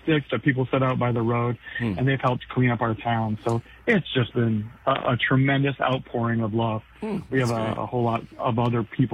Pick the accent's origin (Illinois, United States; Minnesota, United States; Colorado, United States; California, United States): Illinois, United States; Tolono; moved away as an adult; also born or lived in North Carolina; now in Sadorus, United States; I grew up north of Tolono.